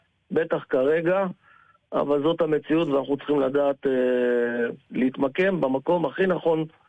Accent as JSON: {"language": "Hebrew", "town": "Haifa", "region": "Haifa District", "country": "Israel", "tie": "born there", "said": "חיפאי מאלף עטף."}